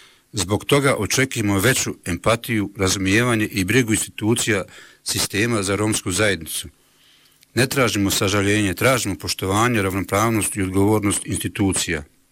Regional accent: Donja Orahovica, Federation of Bosnia and Herzegovina, Bosnia & Herzegovina; dolazim iz Donje Orhovice

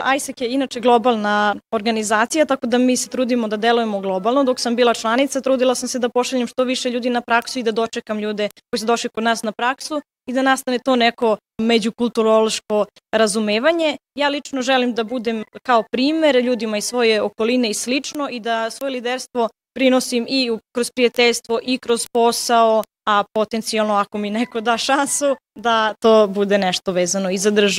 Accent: Serbia

